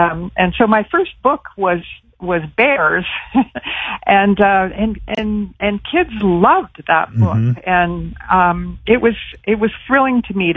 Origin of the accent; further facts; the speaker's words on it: Moose Jaw, Saskatchewan, Canada; born there; Yes, I was born in Moose Jaw, Saskatchewan, and so were my parents, and so we have a lot of roots in Saskatchewan